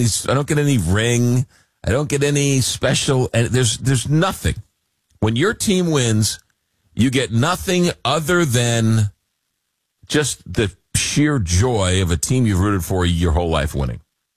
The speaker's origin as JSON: {"language": "English", "town": "Long Island", "region": "New York", "country": "United States", "tie": "born or raised there", "said": "growing up in Long Island, taking the Long Island Railroad into Penn Station."}